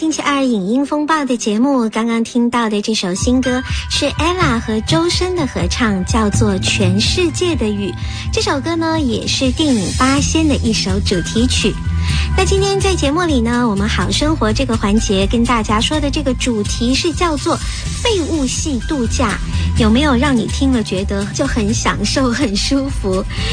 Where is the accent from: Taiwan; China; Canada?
Canada; 像我们加拿大人很喜欢去 Cancun 呢